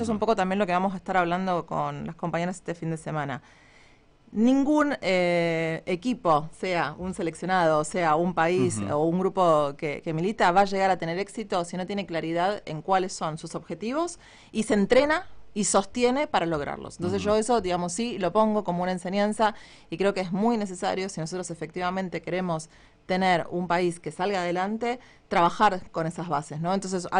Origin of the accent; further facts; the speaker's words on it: Argentina; nuestra identidad nacional como argentinos